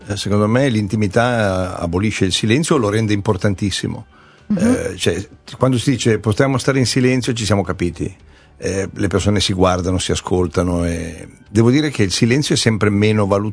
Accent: Milan, Lombardy, Italy; Purtroppo guardo sia l'orologio che il cellulare, perché sono milanesi. I milanesi col tempo sono ossessionati, la puntualità.

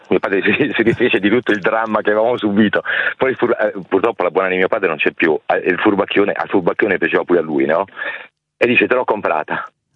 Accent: Taranto, Apulia, Italy; io sono di Taranto, originario, no?

